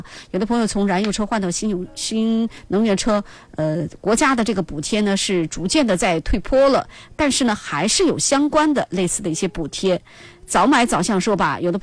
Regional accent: Chongqing, China; 咱们重庆人呢是非常的宠外地人的，热情好客

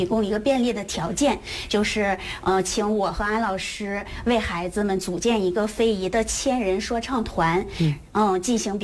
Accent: Qiqihar, Heilongjiang, China; moved away as an adult; also born or lived in Shenzhen; 我是齐齐哈尔人，然后那时候毕业就上深圳工作了。

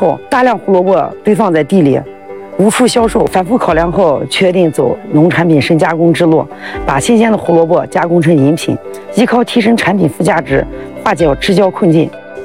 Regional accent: Xinjiang, China; 我今年46岁，我是土生土长的滨滩人

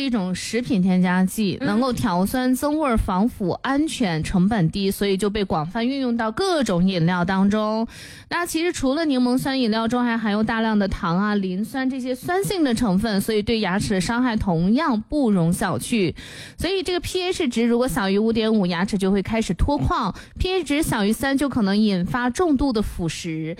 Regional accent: China; 我们中国人

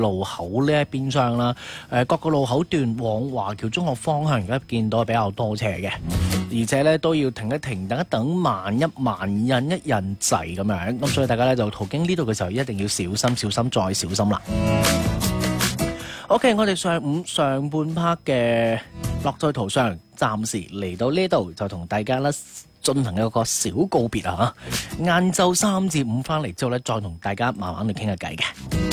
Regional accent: Guangdong, China

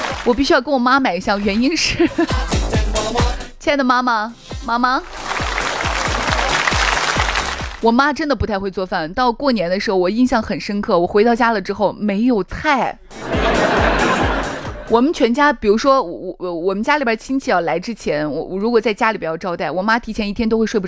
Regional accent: Shaanxi, China; 用我们陕西话翻译啊

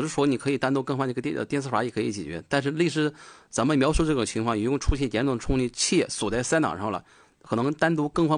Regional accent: Dalian, Liaoning, China; accent: Dalian dialect; 我们大连话叫蹭起

